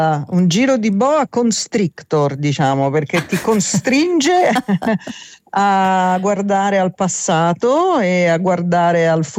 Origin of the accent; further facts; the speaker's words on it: Rome, Lazio, Italy; ho scelto medicina veterinaria perché io sono di Roma